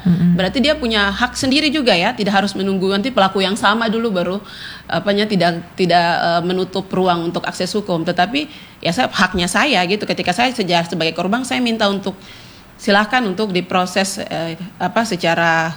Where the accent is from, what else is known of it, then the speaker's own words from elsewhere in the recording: Southwest Papua, Indonesia; Saya orang, misalnya saya orang Maibrat, berarti saya di sini saya sebagai pendatang juga gitu ya.